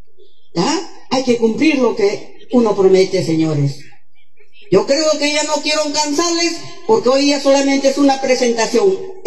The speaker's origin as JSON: {"language": "Spanish", "town": "El Arenal", "region": "Arequipa", "country": "Peru", "tie": "born there"}